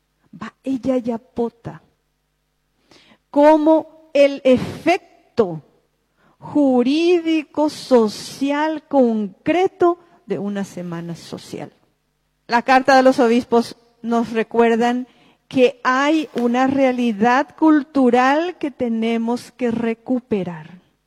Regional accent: Paraguay

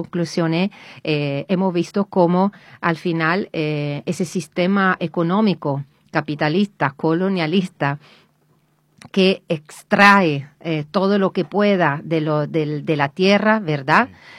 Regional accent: Spain; desde luego que venimos de España

